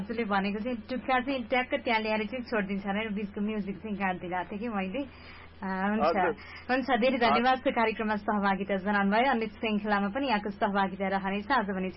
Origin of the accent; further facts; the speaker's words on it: Waling, Gandaki Province, Nepal; मेरो घर वालिङ हो.